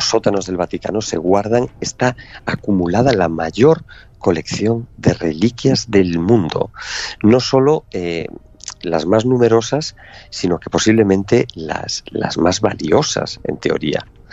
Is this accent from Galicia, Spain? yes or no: yes; Galicia, Spain; soy gallego